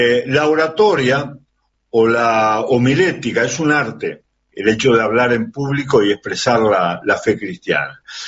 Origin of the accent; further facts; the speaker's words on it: Canelones, Uruguay; yo soy de Canelones